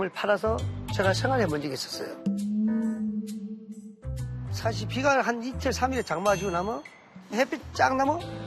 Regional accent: Samcheok, Gangwon, South Korea; 저는 강원도 한 시골에 태어나서 우리는 어릴 때 호롱불 전기도 없었어요.

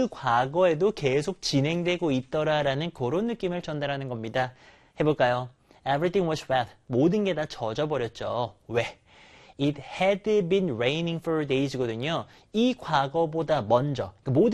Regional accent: Busan, South Korea; moved away as an adult; now in near Seoul, South Korea; 제가 부산 출신이거든요. 부산에서 20년 살았습니다.

